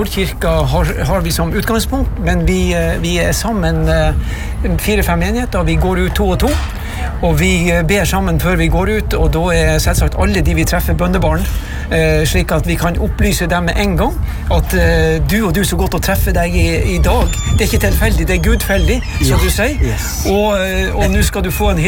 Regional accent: Øksnes, Nordland, Norway; jeg er født og oppvokst i Øksnes i Vesterålen, sammen med mine 9 søsken

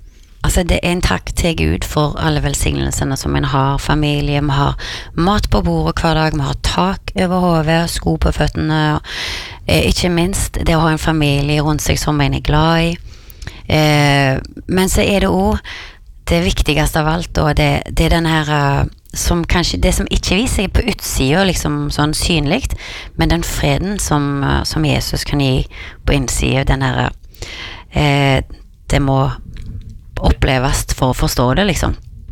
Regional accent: Karmøy, Rogaland, Norway; moved away; jeg kom jo fra Karmøy

